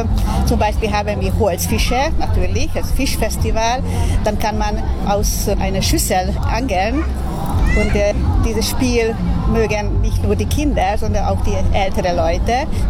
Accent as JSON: {"language": "German", "town": "Kaposvár", "region": "Somogy", "country": "Hungary", "said": "Ja, wir kommen aus Kaposvár. Wir vertreten die Selbstverwaltung von Kaposvár."}